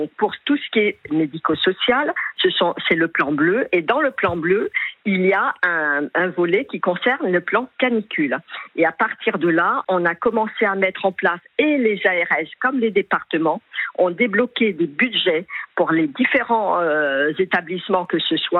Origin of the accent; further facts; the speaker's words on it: Île-de-France, France; j'ai fait la province comme Paris, comme l'Île-de-France, puisque je suis des Hauts-de-Seine.